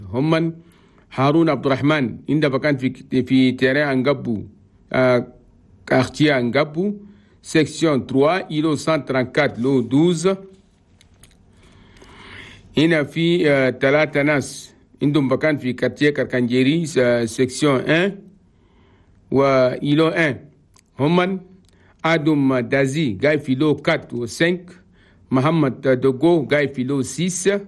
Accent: Chad; هنا جمجمة التوماي في بلدنا تشاد.

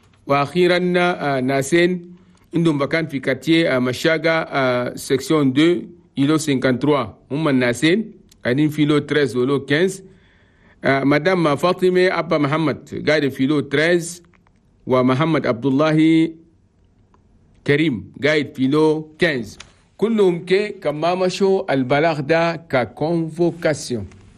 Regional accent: Chad; في بلدنا تشاد. نبدأ لكم بلغتنا اليوم.

